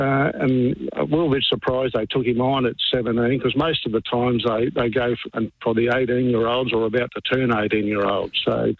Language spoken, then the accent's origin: English; Queensland, Australia; moved away; I grew up in Queensland.